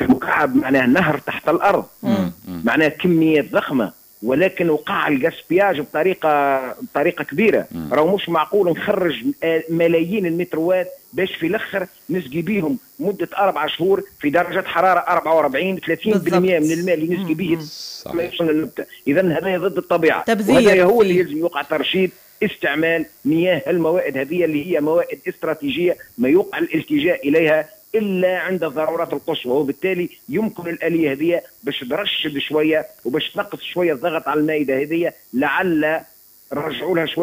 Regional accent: Tunisia; نحن في تونس

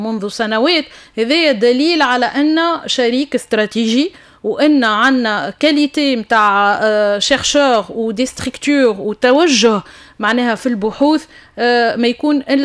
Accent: Tunisia; ما كانش عندنا في تونس

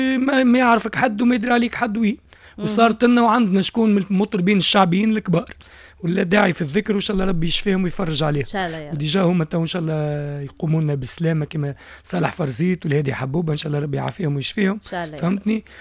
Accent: Tunisia; نحن عندنا في تونس

